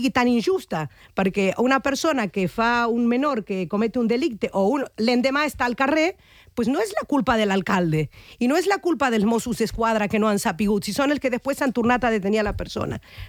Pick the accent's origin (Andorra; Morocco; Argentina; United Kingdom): Argentina; now in Catalonia, Spain